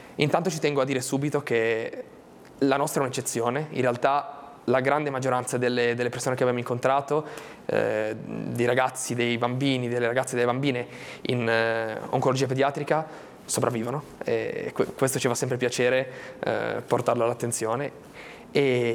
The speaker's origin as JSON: {"language": "Italian", "town": "Albenga", "region": "Liguria", "country": "Italy"}